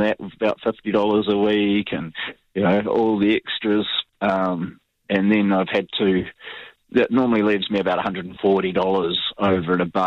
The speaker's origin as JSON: {"language": "English", "country": "New Zealand", "said": "I think as a Kiwi, I know that I suppose there's a few Kiwis that don't necessarily want to be out there working"}